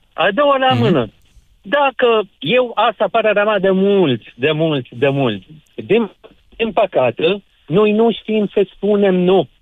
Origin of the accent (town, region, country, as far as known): Iraq; Romanian is a second language; now in Romania